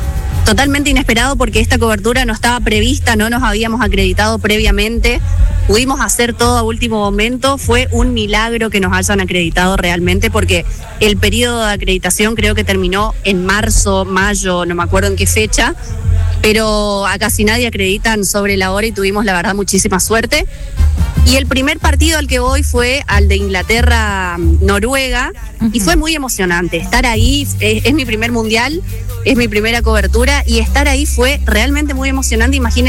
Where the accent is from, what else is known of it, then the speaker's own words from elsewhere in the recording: Argentina; nosotros estamos acostumbrados los argentinos de que hacemos quilombo en todos lados.